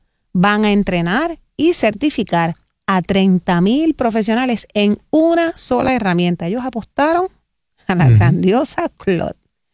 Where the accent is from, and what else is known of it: Puerto Rico